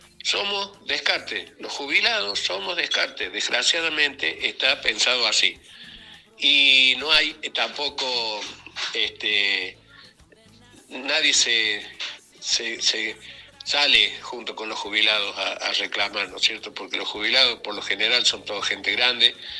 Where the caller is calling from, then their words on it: Argentina; de Barrio Los Mirantes.